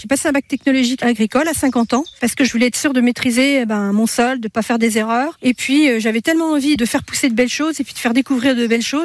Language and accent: French; Bourgogne-Franche-Comté, France; moved away; J'ai grandi dans l'Aussois, à Arconcé, petit village de l'Aussois. Un village d'élevage, donc des prés, des pâtures et puis des bords de champs avec plein de fleurs différentes.